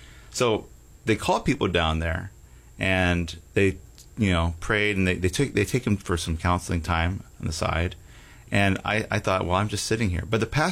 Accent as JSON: {"language": "English", "town": "Houston", "region": "Texas", "country": "United States", "tie": "born there", "said": "I was born in Houston, Texas."}